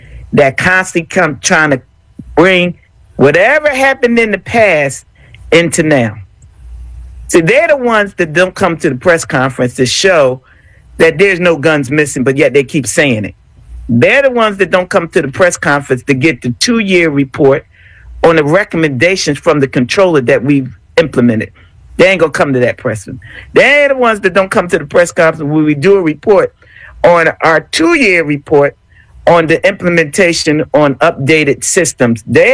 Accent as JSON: {"language": "English", "town": "Philadelphia", "region": "Pennsylvania", "country": "United States", "tie": "born or raised there", "said": "I'm from North Philly."}